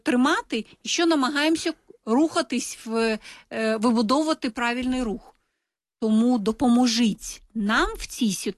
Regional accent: Belarus; Ми не в стадії, що ми нещасні бідні білоруси, або не в стадії, що ми великі білоруси, які стільки зробили.

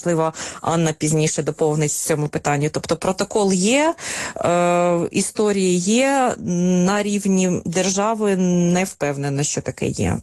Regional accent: Kherson, Kherson Oblast, Ukraine; я з Херсона

